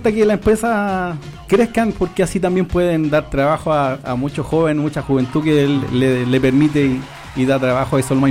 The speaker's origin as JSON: {"language": "Spanish", "town": "Curicó", "region": "Maule", "country": "Chile", "said": "curicanos somos guerreros."}